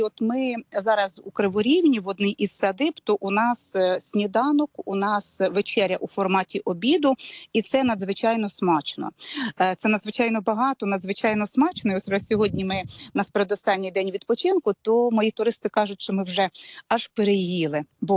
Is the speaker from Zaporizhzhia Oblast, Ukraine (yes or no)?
no; Poltava, Poltava Oblast, Ukraine; Перше те, що у нас я з Полтави, і у нас прекрасне сполучення.